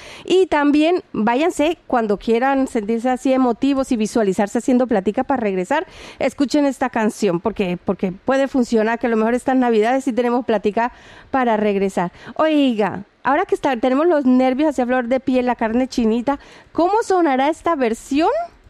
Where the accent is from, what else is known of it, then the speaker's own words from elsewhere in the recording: Colombia; moved away; en mi caso yo soy colombiana